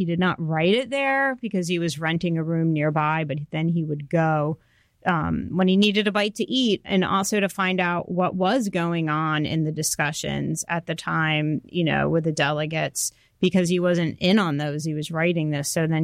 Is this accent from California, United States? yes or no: no; New Jersey, United States; I grew up in New Jersey